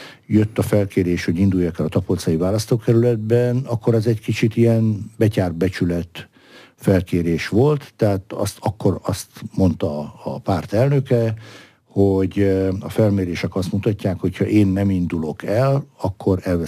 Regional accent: Veszprém, Veszprém County, Hungary; amikor visszajöttem, akkor a szülővárosom, Veszprém készült arra, hogy Európa kulturális fővárosa legyen

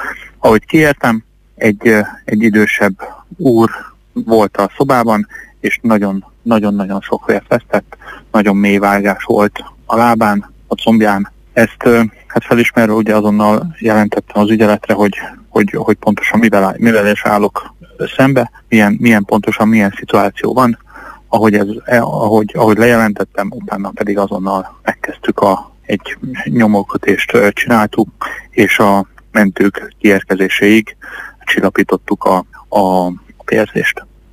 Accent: Debrecen, Hajdú-Bihar, Hungary

